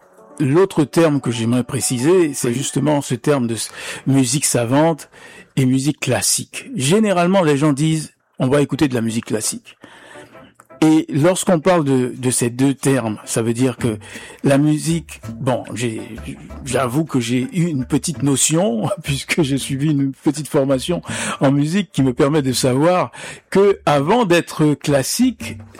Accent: Haiti; Issaël Saïe, chez nous, en Haïti, c'était un clarinettiste.

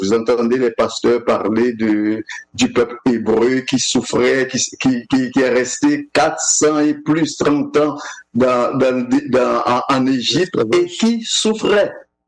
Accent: Haiti; Le peuple haïtien aujourd'hui, moi je suis haïtien, le peuple haïtien aujourd'hui qui vit cette situation

